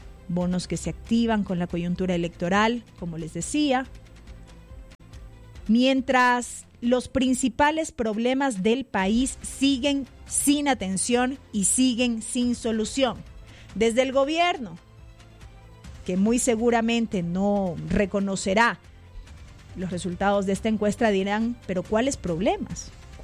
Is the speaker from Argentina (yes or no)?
no; Ecuador; los que pagan los platos rotos somos todos los ecuatorianos.